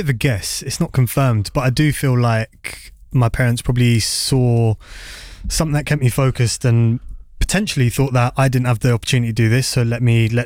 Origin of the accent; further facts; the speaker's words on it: Slough, South East England, United Kingdom; I grew up in Slough, in Manor Park, quite multicultural